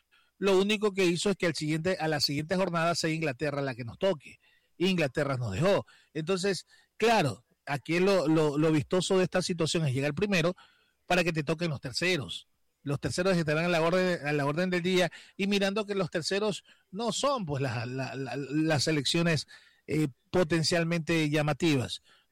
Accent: Ecuador; así somos los ecuatorianos

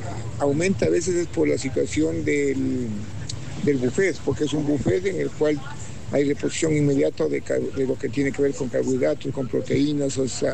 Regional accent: Ecuador; lindo como ecuatoriano, sentirnos representados por un equipo

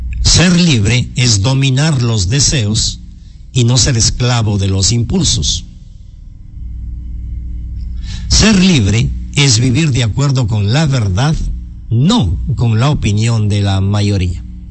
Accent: Ecuador; Somos libres los ecuatorianos?

